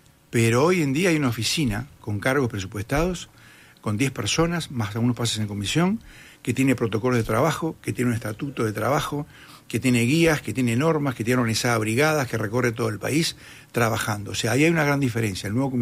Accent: Uruguay; Los uruguayos somos crueles con nuestro país.

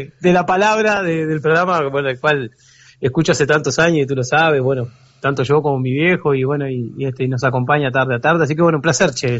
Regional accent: Rocha, Uruguay; como lo que somos los rochenses, que tenemos nuestro propio acento

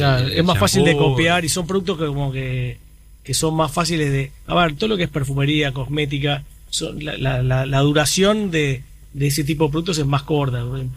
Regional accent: Uruguay; Somos difíciles acá en Uruguay

